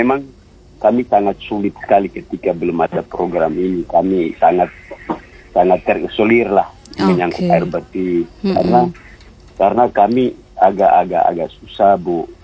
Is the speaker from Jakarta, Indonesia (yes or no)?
no; Kupang, East Nusa Tenggara, Indonesia; Saya dari Kelurahan Naioni.